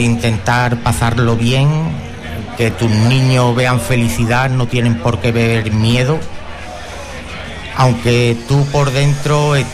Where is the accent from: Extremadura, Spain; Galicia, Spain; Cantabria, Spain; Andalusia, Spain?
Andalusia, Spain; Carmona; now in Lora del Río, Spain; Ya no es en Lora del Río, porque es verdad que yo vivo en Lora del Río, pero no soy de Lora del Río, yo soy natal de Carmona.